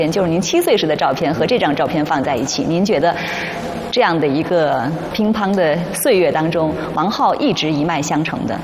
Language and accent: Chinese; China